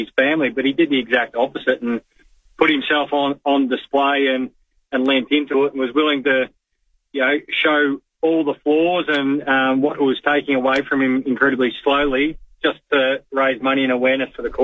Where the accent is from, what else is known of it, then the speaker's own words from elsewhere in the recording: Geelong, Victoria, Australia; but growing up in Geelong in the 90s, it was hard not to get behind the Cats.